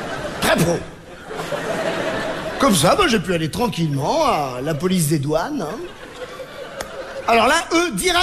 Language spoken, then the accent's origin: French; Algeria; born there